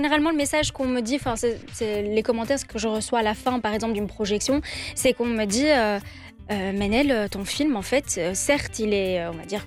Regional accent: Belgium; Alors que non, en fait, on est belge. On a des nationalités, il y en a qui ont grandi en Belgique, qui sont nés en Belgique

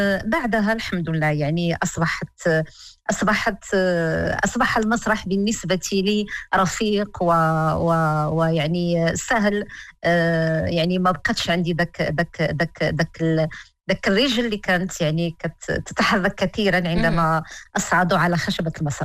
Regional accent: Morocco; accent: Moroccan Darija; أن أترك بلدي المغرب.

